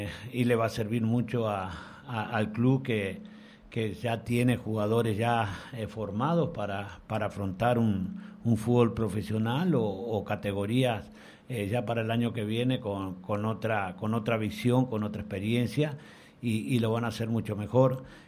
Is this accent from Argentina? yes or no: no; Quito, Pichincha, Ecuador; Yo vengo de Pichincha, como ustedes saben, del Quito